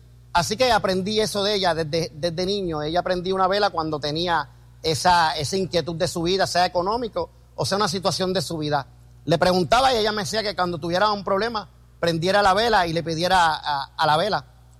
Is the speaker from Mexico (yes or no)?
no; San Juan, Puerto Rico; Me crié con mi abuela en Río Piedra, en el barrio Capetillo, en Río Piedra